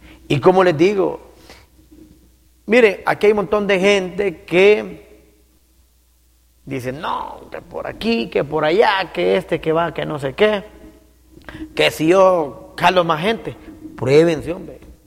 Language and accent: Spanish; Honduras